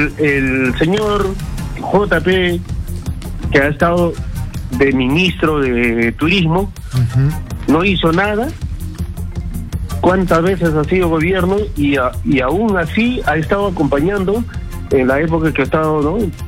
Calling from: Ica, Peru; Me llamo de la ciudad de Ica.

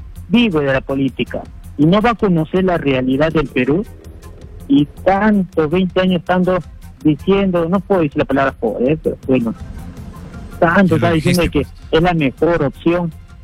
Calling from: Naples, Campania, Italy; acá llamo de Nápoles, Italia.

